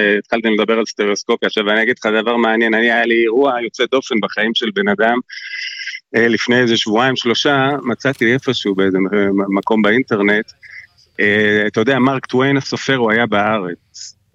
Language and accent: Hebrew; HaZorea, Northern District, Israel; במובן הזה אני קיבוצניק מהזורע.